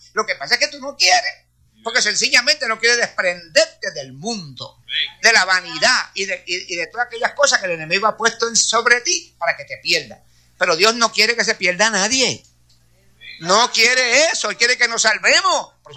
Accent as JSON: {"language": "Spanish", "town": "Corozal", "country": "Puerto Rico", "tie": "born there", "said": "en el pueblo de Corozal, en mi pueblo"}